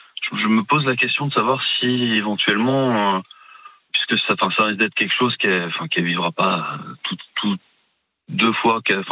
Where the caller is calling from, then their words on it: Cherbourg, Normandy, France; De Cherbourg.